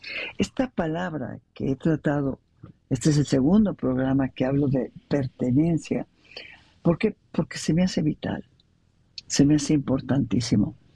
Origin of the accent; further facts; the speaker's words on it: Mexico; Nos dividieron como mexicanos